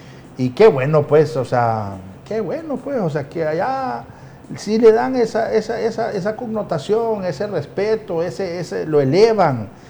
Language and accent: Spanish; Honduras; Ve cómo somos los hondureños